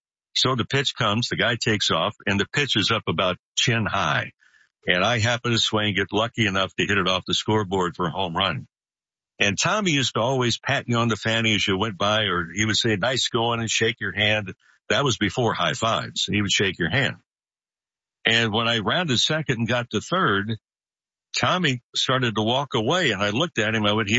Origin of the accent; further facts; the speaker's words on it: Santa Monica, California, United States; For me, Buster, was going back home, cause I grew up in Santa Monica.